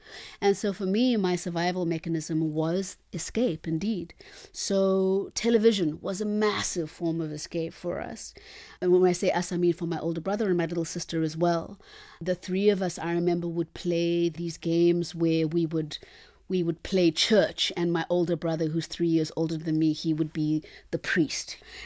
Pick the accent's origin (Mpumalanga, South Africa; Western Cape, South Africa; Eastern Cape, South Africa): Eastern Cape, South Africa; I have really fond memories of community life growing up in the Eastern Cape. There are a lot of rural areas and then there are urban areas. And I grew up in a more urban area and an urban township.